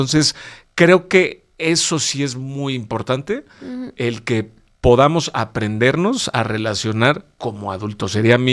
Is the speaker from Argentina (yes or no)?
no; Mexico; creo que nuestro, de los mexicanos, es esta parte familiar